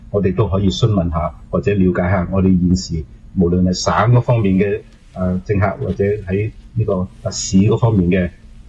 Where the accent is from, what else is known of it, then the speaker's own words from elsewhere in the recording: Canada; 我哋加拿大人口老化